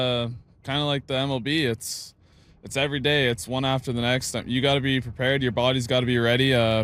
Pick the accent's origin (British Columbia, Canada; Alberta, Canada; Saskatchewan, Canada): Saskatchewan, Canada; Muenster; I am from Saskatchewan. I'm from Munster, Saskatchewan, actually.